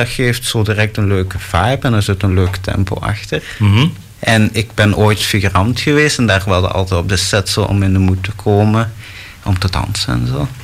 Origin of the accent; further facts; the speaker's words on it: Retie, Flanders, Belgium; Ik kom uit Reti, provincie Antwerpen.